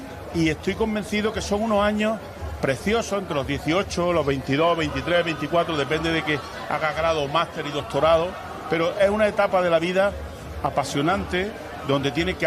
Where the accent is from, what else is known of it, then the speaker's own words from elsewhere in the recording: Cardeña, Andalusia, Spain; también al ser de un pueblo pequeño, la única diversión, yo soy de Cardeña